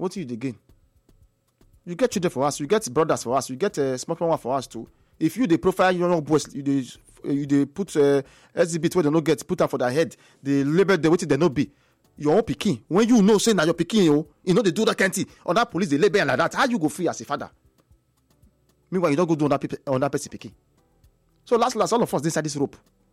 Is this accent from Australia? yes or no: no; Nigeria